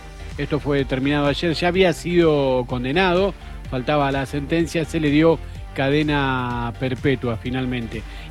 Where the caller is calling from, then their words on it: San Martín de los Andes, Neuquén, Argentina; pues yo soy de San Martín, yo no voy a Junín.